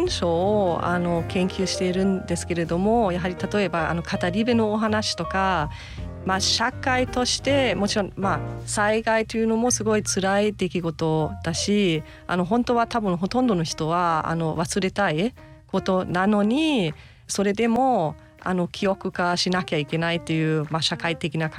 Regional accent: southern Germany, Germany; Japanese is a second language; moved away as an adult; now in Japan; 生まれ育った地域も東北との共通点がすごく多くて

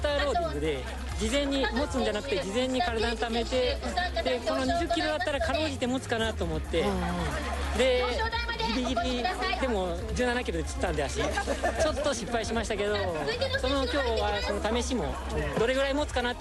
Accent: Okazaki, Aichi, Japan; はい、の一応つもりで、はい、地元岡崎なんで、うん、はい

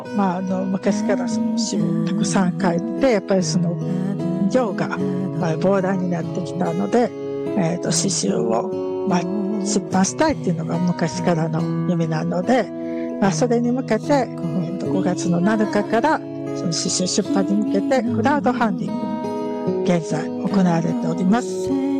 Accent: Osaka, Japan; 私の地元の大阪になるんですけれども、

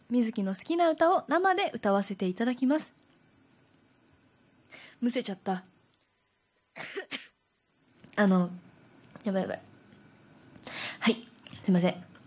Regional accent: Miyazaki, Japan; 私の地元である宮崎がある九州の

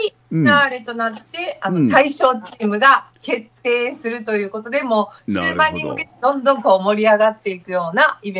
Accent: Kochi, Japan; 私と同じ旗出身のジョンマンさん

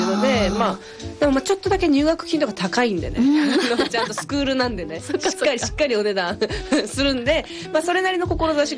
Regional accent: Kansai, Japan; moved away; 私関西出身なんですけど

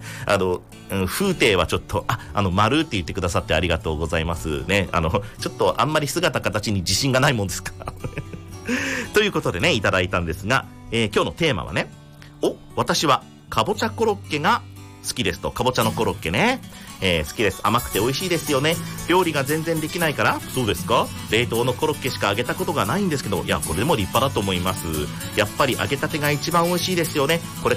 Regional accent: Utsunomiya, Tochigi, Japan; 私宇都宮でも外れの生まれ育ちなので

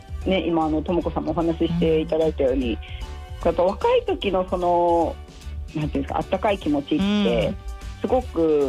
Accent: Tokachi, Hokkaido, Japan; 私は生まれも育ちも十勝です。

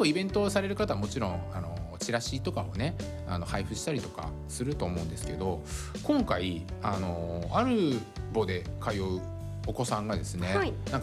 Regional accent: Iwate, Japan; also born or lived in Osaka / Tokyo; いや僕はその子供の頃岩手にいた時も、まあ、大阪とかね、

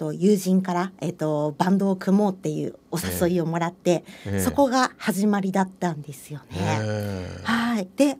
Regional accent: Sapporo, Hokkaido, Japan; born there; 札幌でございます。

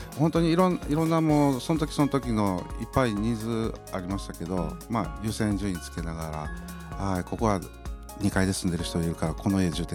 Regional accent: Kobe, Hyogo, Japan; moved away as an adult; now in Ishinomaki, Japan; もともと生まれ育ち地元は兵庫県の神戸市でして、はい、まあ、震災きっかけでこちらに移り住んだ感じです。

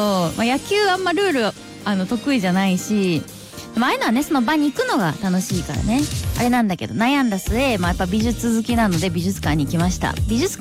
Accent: Kansai, Japan; 関西人としては

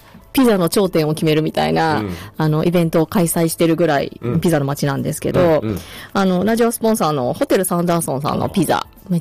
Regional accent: Tokyo, Japan; 私東京なんですけど

